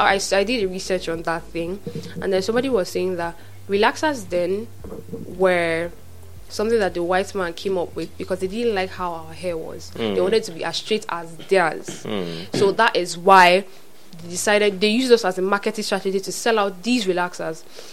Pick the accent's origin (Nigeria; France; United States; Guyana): Nigeria; We're not from the western side of Europe. We're not from Europe. We are Africans. We are Nigerians.